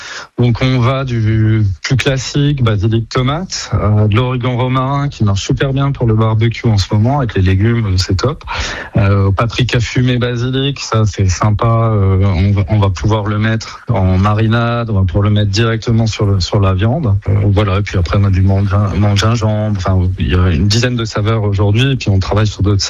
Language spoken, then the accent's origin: French; Grand Est, France; Parce que je viens d'Alsace et on adore le bibalascas, donc c'est du fromage blanc, ciboulette, échalote, ail.